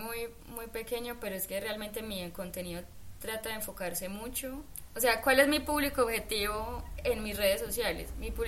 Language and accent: Spanish; Medellín, Antioquia, Colombia; born or raised there